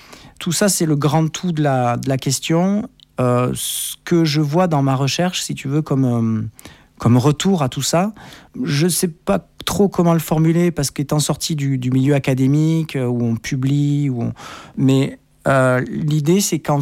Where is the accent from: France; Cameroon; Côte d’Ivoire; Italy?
France; Même si je suis métropolitain, je veux dire, c'est quand même la France